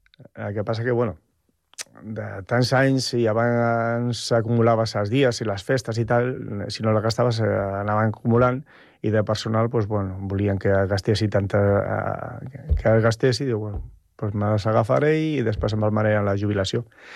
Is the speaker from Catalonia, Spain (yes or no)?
no; Galicia, Spain; Sí, al meu poble